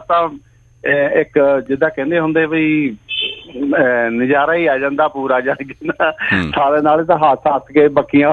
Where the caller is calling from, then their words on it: Kandole, Punjab, India; ਬਾਤ ਕਰ ਰਿਹਾ ਜੀ।